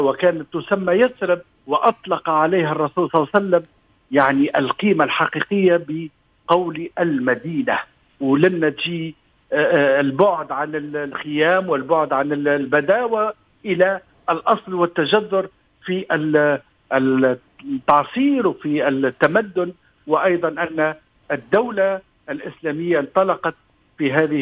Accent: Tunisia; أحفظ بلادنا تونس

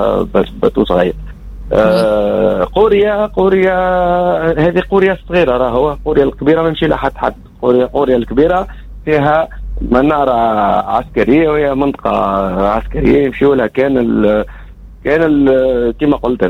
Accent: Tunisia; عندنا في تونس

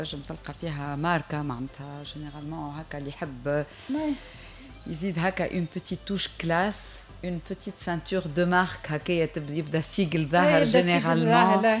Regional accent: Tunisia

